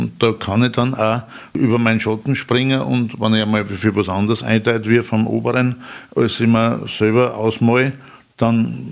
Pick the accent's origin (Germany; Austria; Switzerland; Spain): Austria; Upper Austria; aber wenn ich in meine Heimat fahre, da fängt dann der Kobernausserwald an und so, da wird schon sehr hügelig und waldig.